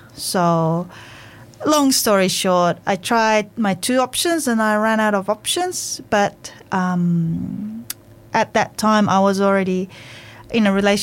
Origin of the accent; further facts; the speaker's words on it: England, United Kingdom; moved away as an adult; also born or lived in United States; now in Australia; I grew up in England and studied in the States. So, as you can hear, my English, I don't have a problem in communication.